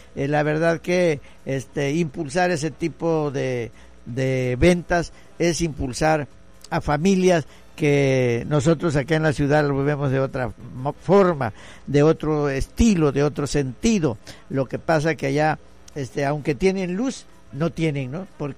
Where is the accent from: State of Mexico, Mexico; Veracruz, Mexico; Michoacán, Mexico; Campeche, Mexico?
Campeche, Mexico; Santa Cruz; now in Ciudad del Carmen, Mexico; soy fiel a mi pueblo